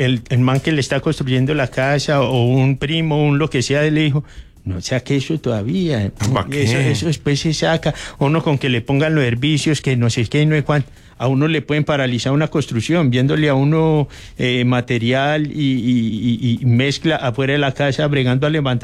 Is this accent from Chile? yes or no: no; Colombia; Sabemos que somos colombianos descuidados, despalomados.